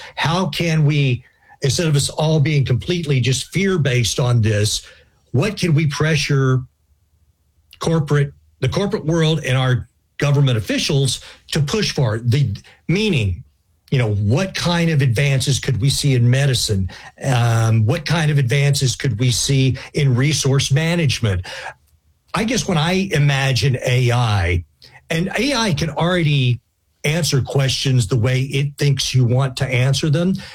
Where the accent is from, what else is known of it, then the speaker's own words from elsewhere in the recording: Texas, United States; And in my home state of Texas, it's a big question because we have a lot of data centers